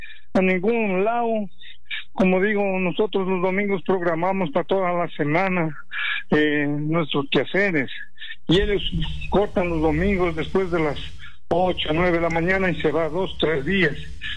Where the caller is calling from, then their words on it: Tumbadén district, San Pablo province, Cajamarca, Peru; También de acá, un caserío antiguo, La Ruda, distrito de Tumbarén, provincia de San Pablo.